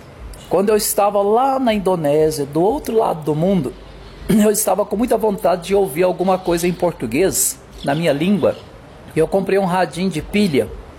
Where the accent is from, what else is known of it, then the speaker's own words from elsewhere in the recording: Brazil; Olha, eu sou do Brasil, estava lá no Oceano Pacífico procurando alguma coisa para ouvir em português